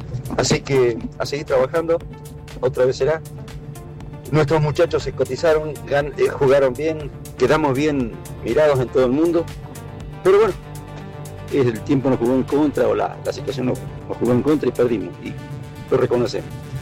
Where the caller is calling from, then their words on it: Argentina; Como buenos argentinos